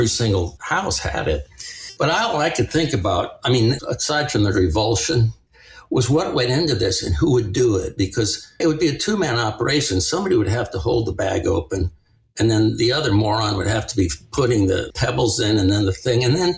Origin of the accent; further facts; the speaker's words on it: Florida, United States; for a native Floridian